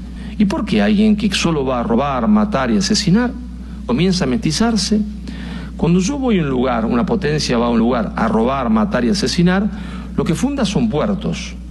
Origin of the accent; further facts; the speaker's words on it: Argentina; cada vez que uno me presentaba como argentino